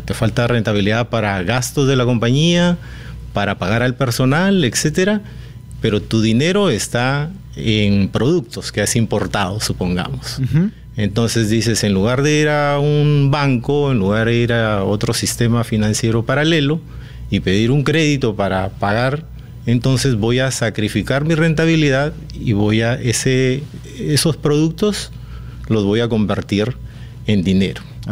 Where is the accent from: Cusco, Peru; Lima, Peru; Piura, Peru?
Piura, Peru; Talara; Mi tierra. Soy nacido en Talara, Piura.